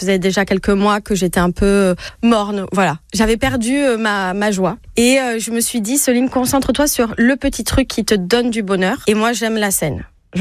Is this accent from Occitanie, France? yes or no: yes; Toulouse, Occitanie, France; now in Bordeaux, France; J'ai grandi à Toulouse, mais ça fait 12 ans que je suis bordelaise et ma famille vient de Charente-Maritime